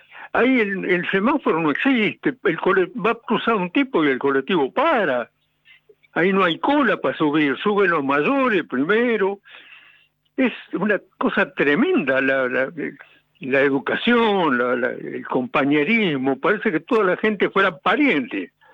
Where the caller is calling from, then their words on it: Argentina; yo nací en cualquier lado. Yo soy un argentino que, este es mi país